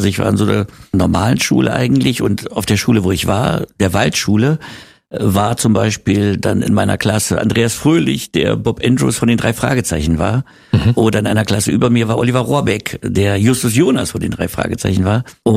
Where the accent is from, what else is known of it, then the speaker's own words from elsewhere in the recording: Berlin, Germany; also born or lived in Wedding, Berlin; Ja, und ich bin aber in Wittenau aufgewachsen.